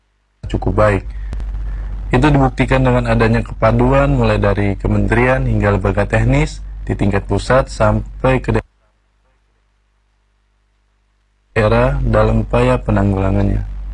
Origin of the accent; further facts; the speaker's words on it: Jakarta, Indonesia; sel saya dari Jakarta.